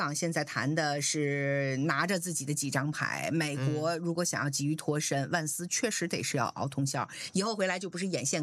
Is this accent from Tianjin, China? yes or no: yes; Tianjin, China; accent: Tianjin dialect; 我的天津的这个方言叫做话巴巴。